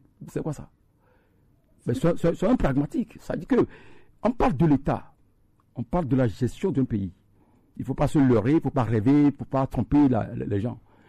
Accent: Benin; now in Togo; chez nous au Bénin

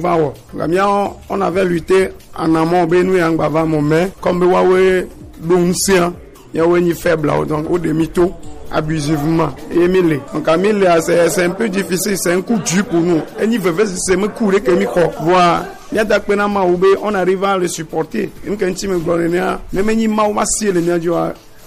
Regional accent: Togo; À mes sœurs que là on doit en tant que Togolais.

